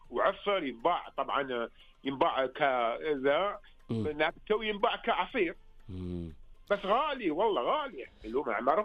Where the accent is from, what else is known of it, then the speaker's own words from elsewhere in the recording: Al-Ahsa, Eastern Province, Saudi Arabia; انا من الحاسه